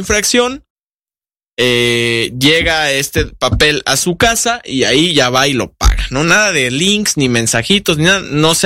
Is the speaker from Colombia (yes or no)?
no; Mexico; soy mexicano con P